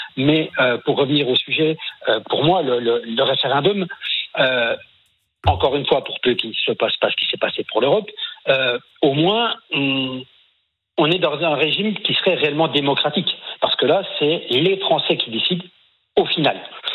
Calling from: Bourgogne-Franche-Comté, France; Moi, je suis dans un petit village à côté de Besançon, en Courcelles.

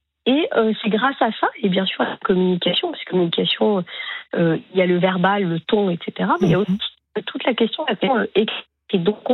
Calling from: Herblay, Île-de-France, France; Alors, je vous appelle de chez moi, oui. Du coup, c'est à Herblay dans le 95.

